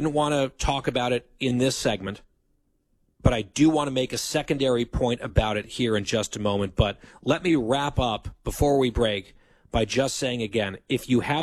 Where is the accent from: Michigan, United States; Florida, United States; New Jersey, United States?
New Jersey, United States; Ridgewood; I did search my hometown, Ridgewood, New Jersey. Ridgewood lost 11 people on 9/11.